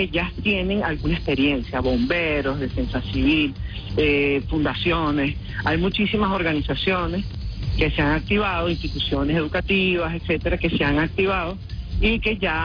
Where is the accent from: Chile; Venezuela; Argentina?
Venezuela